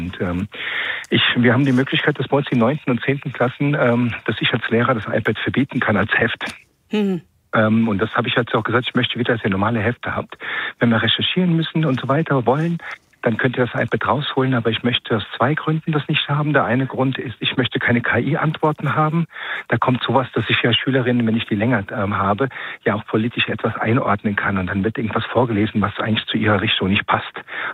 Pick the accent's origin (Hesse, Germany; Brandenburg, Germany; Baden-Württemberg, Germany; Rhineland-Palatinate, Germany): Rhineland-Palatinate, Germany; Komm, ich komme aus Rheinland-Pfalz